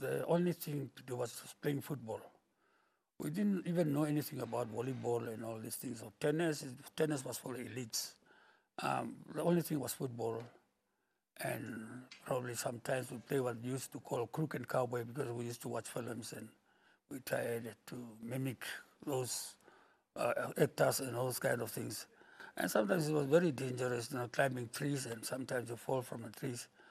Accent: Windhoek, Khomas, Namibia; So I ended up being in Windhoek, and this was how I grew up in Windhoek.

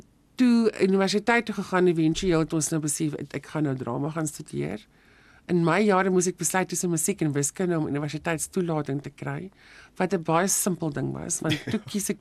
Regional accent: Western Cape, South Africa; ek het groot geword in die Overberg in die Weskaap in Suid-Afrika.

